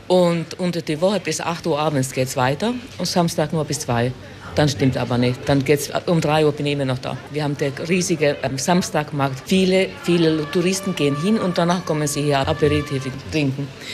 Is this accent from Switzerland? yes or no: no; Finland; German is a second language; now in Italy; Ich komme aus Finnland, ja. Ich bin mit den drei Weihnachtsmann hier gelandet und bald geblieben einfach.